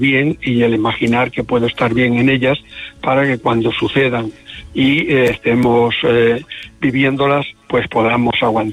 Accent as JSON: {"language": "Spanish", "region": "Galicia", "country": "Spain", "said": "Como buen gallego voy allí."}